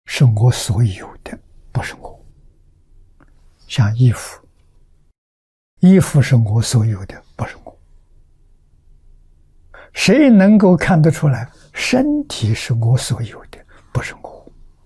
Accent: China; 我们中国人

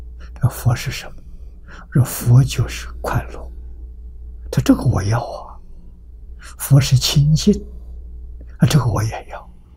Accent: China; moved away; also born or lived in California, United States; 我们中国人

